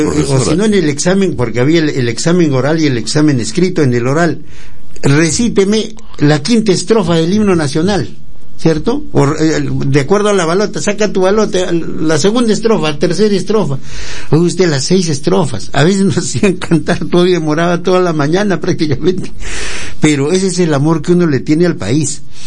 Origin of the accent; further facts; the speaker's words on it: Tarata, Tacna, Peru; Apenas uno nació hombrecito en Tarata, por ejemplo, voy a poner mi pueblo y con mi gente y con mi familia